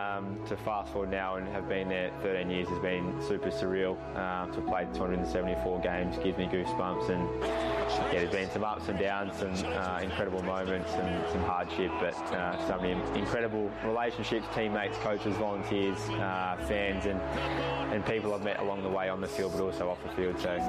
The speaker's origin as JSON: {"language": "English", "town": "Cobden", "region": "Victoria", "country": "Australia", "tie": "born or raised there", "said": "growing up in Cobden in the backyard."}